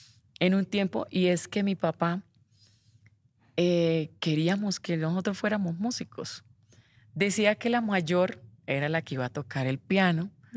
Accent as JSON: {"language": "Spanish", "town": "Valledupar", "region": "Cesar", "country": "Colombia", "tie": "born there", "moved": "yes", "said": "pero no soy de Bucaramanga, soy de Colombia, pero no soy de Bucaramanga. Yo nací en la costa, en Valledupar."}